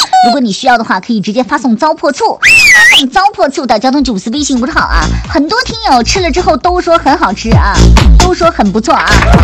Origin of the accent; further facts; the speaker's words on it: Gongzhuling, Jilin, China; 我是东北的，东北吉林的，吉林公主岭的。